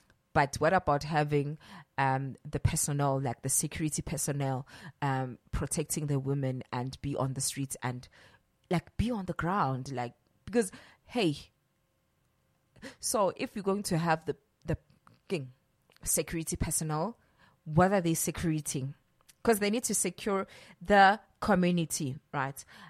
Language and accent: English; Johannesburg, Gauteng, South Africa; I'm from Deep Kloof, so I normally pass by Nasrec.